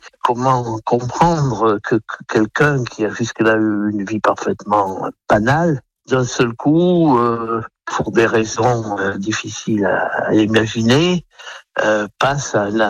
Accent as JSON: {"language": "French", "region": "Auvergne-Rhône-Alpes", "country": "France", "tie": "born there", "said": "comme celles qui se passe en Ardèche, où je reviens dans, pratiquement dans mon village natal pour enquêter sur une affaire d'explosifs"}